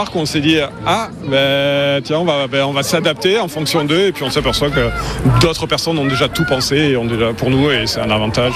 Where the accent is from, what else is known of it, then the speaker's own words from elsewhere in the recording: Toulouse, Occitanie, France; je viens de Toulouse et on est venu retrouver des amis au parc Spirou.